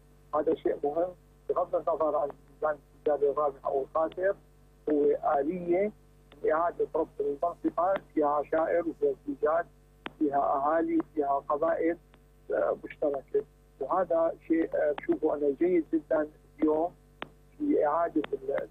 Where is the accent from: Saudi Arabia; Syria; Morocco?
Syria; نحن نسمنها من كسوريين،